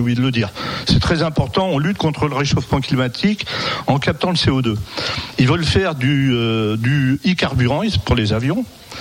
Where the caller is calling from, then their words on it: Saint-Nazaire, Pays de la Loire, France; moi je suis de Saint-Nazaire en Loire-Atlantique